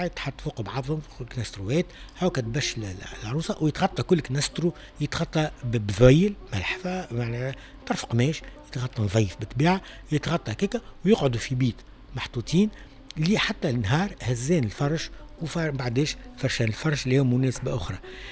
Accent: Tunisia

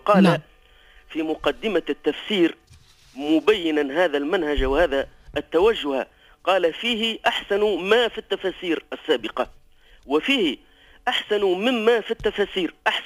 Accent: Tunisia; وفي بلادنا تونس

